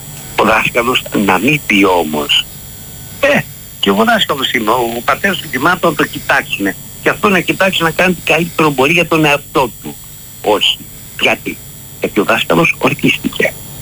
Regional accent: Attica, Greece; Εγώ τα παιδικά μου χρόνια τα ρίσα στα Νοπριδίσια

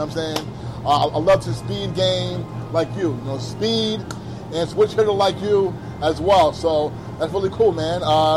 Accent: New York City, New York, United States; I grew up here in New York, and I grew up in the Harlem Washington Heights area

